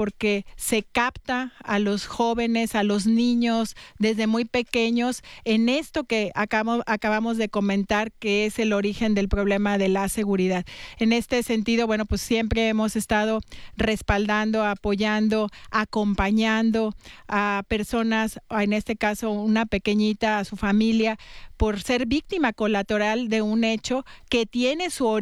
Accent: Mexico

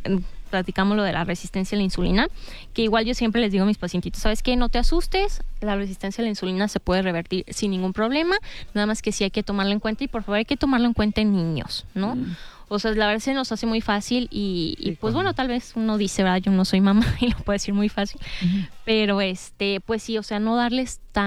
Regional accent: Mexico; Somos bien paneros, o sea, como buenos mexicanos, ¿verdad?

